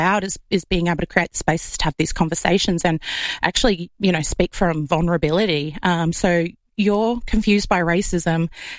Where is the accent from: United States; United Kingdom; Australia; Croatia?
Australia; identifying as Indigenous Australian